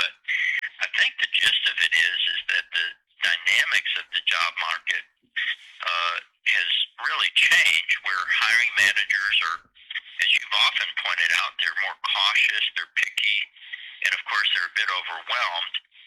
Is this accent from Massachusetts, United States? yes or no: yes; Massachusetts, United States; now in North Texas, United States; my home state of Massachusetts.